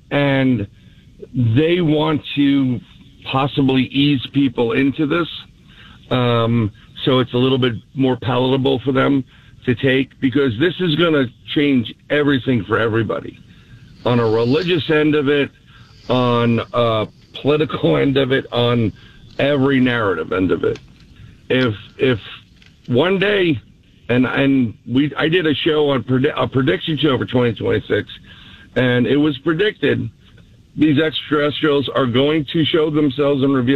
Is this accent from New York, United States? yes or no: yes; Bronx, New York, United States; I was born and raised in the Bronx.